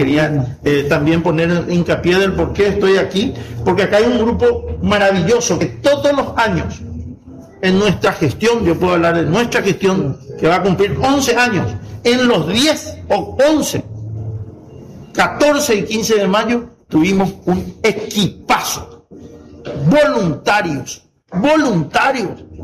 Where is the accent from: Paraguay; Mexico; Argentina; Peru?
Paraguay; pero nosotros somos del Paraguay, ya no somos solamente una referencia del sur, porque somos una referencia del Paraguay